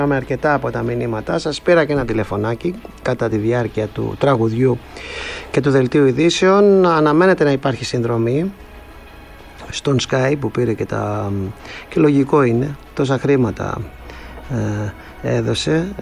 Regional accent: Kefalonia, Ionian Islands, Greece; ο Αθέρας εκεί, το χωριό μου είναι εκεί

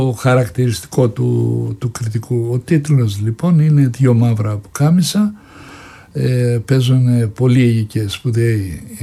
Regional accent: Anogeia, Crete, Greece; ξεχυλίζουν τώρα να παίξω στο χωριό μου και να κάνω και τον πιο εμβληματικό ήρωα του χωριού που μεγαλούργησε

